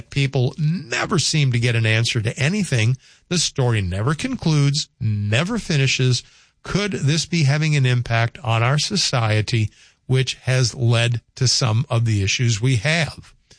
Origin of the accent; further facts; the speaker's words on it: New Orleans, Louisiana, United States; Because growing up in the South, where the hot weather hits New Orleans end of February, beginning of March, it's already summer.